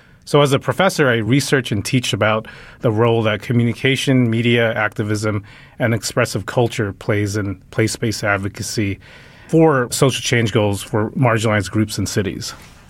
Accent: Los Angeles, California, United States; moved away as an adult; now in Chicago, United States; I'm originally from Los Angeles. After finishing my PhD in communication at the University of Southern California, I came here to Chicago.

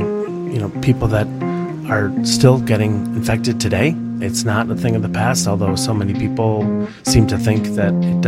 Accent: Madison, Wisconsin, United States; now in Chicago, United States; I am originally from Madison, Wisconsin, but I've been in Chicago for 36 years.

